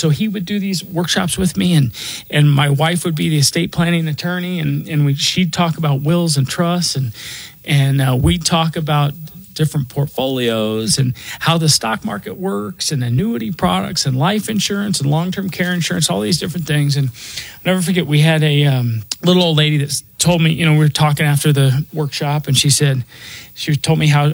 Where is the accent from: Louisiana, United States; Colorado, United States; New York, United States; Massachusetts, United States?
Colorado, United States; Denver; I was born and raised in Denver. I'm not just licensed here, Jackie. I was born and raised here. I grew up off of Hamden and I-25, went to Holly Hills Elementary School, went to Cherry Creek High School